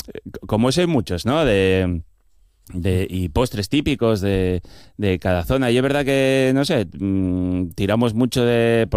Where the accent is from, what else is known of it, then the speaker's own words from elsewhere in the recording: Avilés, Asturias, Spain; yo soy de Avilés, pero viví muchos años en la cuenca minera